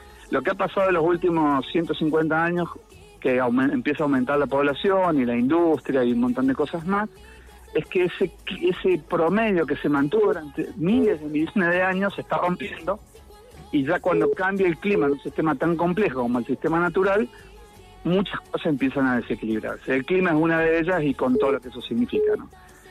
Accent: Mendoza, Argentina; como mendocino, como aldearense

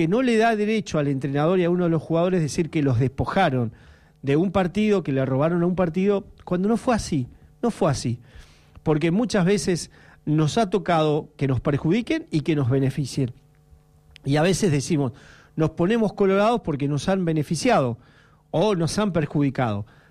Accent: Argentina

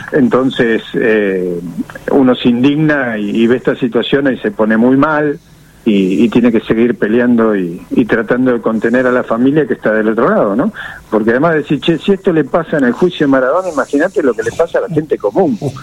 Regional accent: Argentina; Yo como argentino

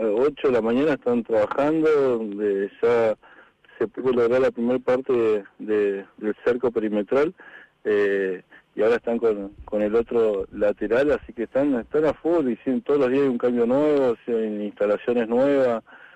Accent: Chubut, Argentina; yo me crié en Palazzo, o sea, yo vivía, o sea, mis viejos son de Palazzo, nos criamos ahí en Petroleros Privados.

